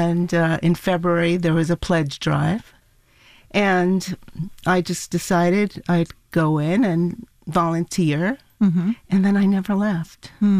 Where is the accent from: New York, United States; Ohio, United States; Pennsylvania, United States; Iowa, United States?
New York, United States; New York City; also born or lived in Buenos Aires, Argentina; now in Los Angeles, United States; My parents emigrated to the United States when I was about 2.5 years old. We went to New York, so I grew up in New York City and in Buenos Aires.